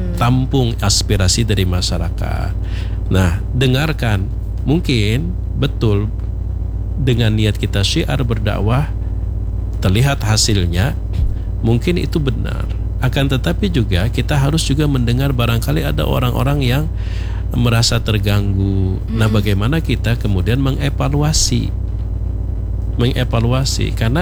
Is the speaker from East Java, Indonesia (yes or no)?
no; South Kalimantan, Indonesia; Sabar itu dalam pepatah kita orang Banjar adalah wajah sampai ke puting, itu sabar.